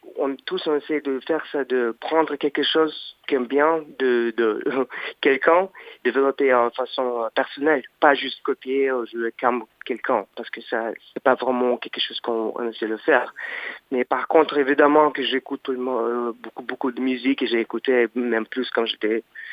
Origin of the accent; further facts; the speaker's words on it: Saint Petersburg, Russia; French is a second language; moved away as an adult; also born or lived in New York, United States; now in Paris, France; Saint-Pétersbourg, par exemple, puisque je suis grandi là-bas, évidemment, mais j'ai quitté, j'avais 18 ans, que j'ai passé plus de temps aux États-Unis, par exemple, qu'à Russie, mais Saint-Pétersbourg reste toujours ma ville.